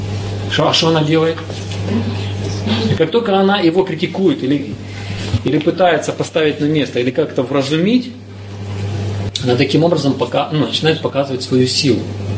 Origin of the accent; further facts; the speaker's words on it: Chechnya, Russia; До сих пор у цыгане и на востоке, в Чечне в частности, там откуда я родом, там до сих пор этот принцип учитывается.